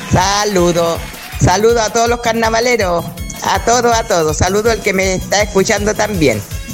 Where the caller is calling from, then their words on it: Chile; Yo soy de Cobreloa, pero igual nomás somos chilenos.